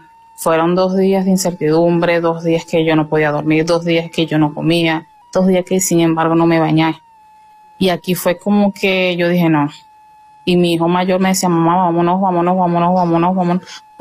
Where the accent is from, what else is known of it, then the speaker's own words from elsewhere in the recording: La Guaira, Venezuela; soy de La Guaira, tengo 5 niños y no fue fácil.